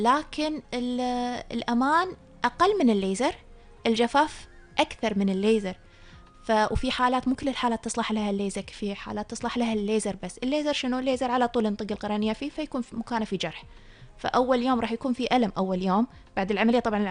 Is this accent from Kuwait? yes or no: yes; Kuwait; عندنا بالكويت